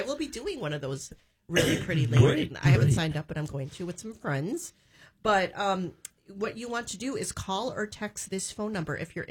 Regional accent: Chicago, Illinois, United States; moved away; I come from Chicago.

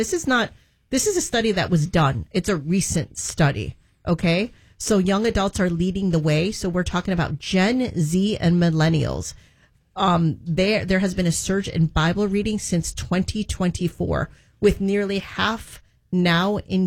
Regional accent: Chicago, Illinois, United States; I'm from Chicago.

